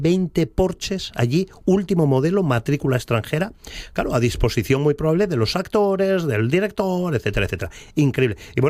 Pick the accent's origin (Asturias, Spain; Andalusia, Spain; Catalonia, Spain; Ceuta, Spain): Asturias, Spain; soy de Asturias, yo vine aquí